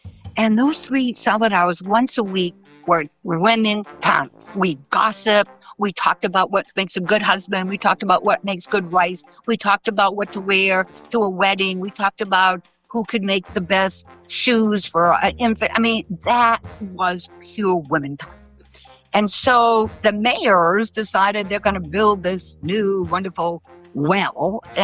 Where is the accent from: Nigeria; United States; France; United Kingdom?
United States; Maine; Because growing up in Maine, I knew one African-American family.